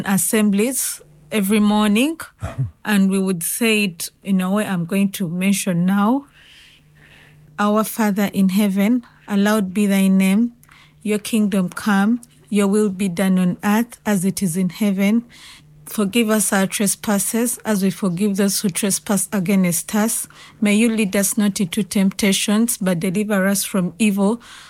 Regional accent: Uganda; English is a second language; I am 29 years old. I come from Uganda.

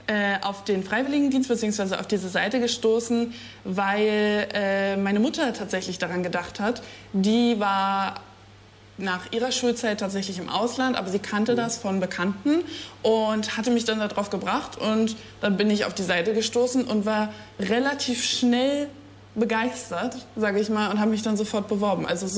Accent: Eberswalde, Brandenburg, Germany; moved away as an adult; now in Bremerhaven, Germany; ich komme aus Eberswalde. Das ist eine Stadt in der Nähe von Berlin.

